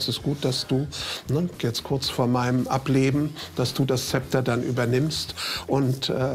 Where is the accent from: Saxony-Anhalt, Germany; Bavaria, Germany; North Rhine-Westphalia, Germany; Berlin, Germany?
Berlin, Germany; also born or lived in Latvia; dass ich bin ja im Gefängnis geboren bin dann in ein Krankenhaus gekommen, wo dann meine zweiten Eltern mich sozusagen geklaut haben am Ende des Krieges in Lettland und haben mich nach Berlin gebracht